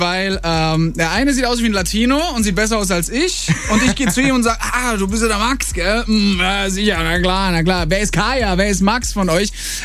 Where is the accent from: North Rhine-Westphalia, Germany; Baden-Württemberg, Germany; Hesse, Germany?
Baden-Württemberg, Germany; Mannheim; now in Berlin, Germany; Wir sind 3 Zugezogene jetzt am Tisch. Ich bin aus Mannheim gebürtig